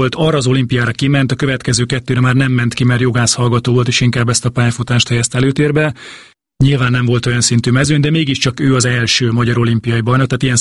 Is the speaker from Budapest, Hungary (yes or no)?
no; Zalaegerszeg, Zala, Hungary; mert ő is zalaegerszegi, mint ahol én származom